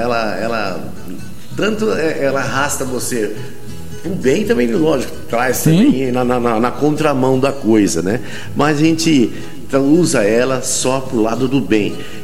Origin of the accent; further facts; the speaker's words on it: Bariri, São Paulo, Brazil; Eu trabalhei com o Walter Neto, os comunicadores lá da cidade de Bariri, como todo mundo sabe também que eu sou de Bariri, né?